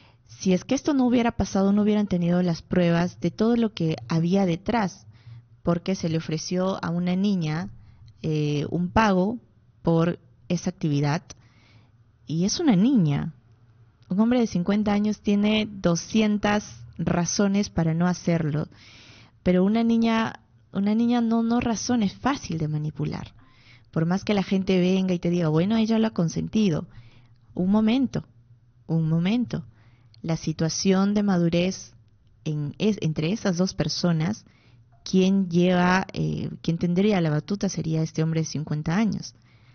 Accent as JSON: {"language": "Spanish", "country": "Peru", "said": "Somos peruanos como ellos"}